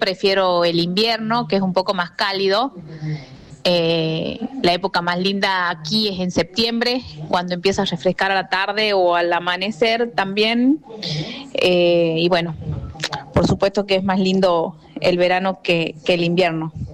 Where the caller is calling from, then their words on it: Las Lajitas, Salta, Argentina; Soy de acá de Salta, de Las Lajitas. Bueno, acá hace mucho calor en el verano, supera los 40 grados.